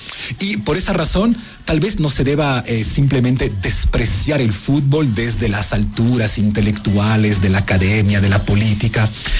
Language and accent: Spanish; France; now in Ecuador; yo nunca me siento más francés en Ecuador que durante esas semanas.